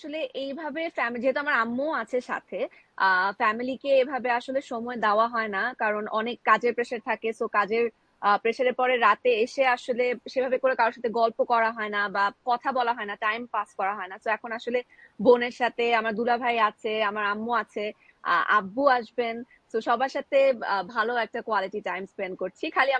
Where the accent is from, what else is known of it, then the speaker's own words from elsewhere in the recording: Dhaka, Dhaka Division, Bangladesh; also born or lived in Patiya, Chittagong; তো আমার যখন 40 দিন বয়স, তখন আমার আব্বু আম্মু, মানে আমি চিটং থেকে ঢাকায় মুভ করি 40 দিন বয়সে। তো এরপরে আসলে ঢাকাতেই থাকা হয়, চিটং এ যাওয়া হয়েছে ঈদের সময়, কারণ আমার দাদার বাড়ি, নানা বাড়ি সব চিটাগং এ।